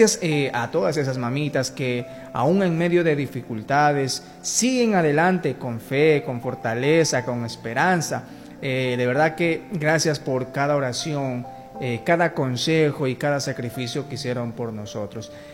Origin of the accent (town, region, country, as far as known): Ecuador